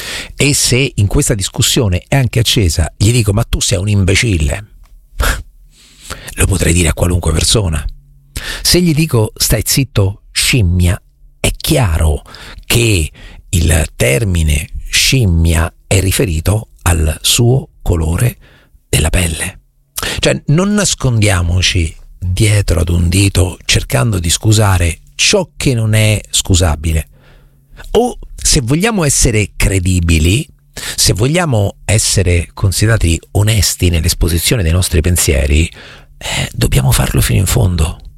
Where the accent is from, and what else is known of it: Marche, Italy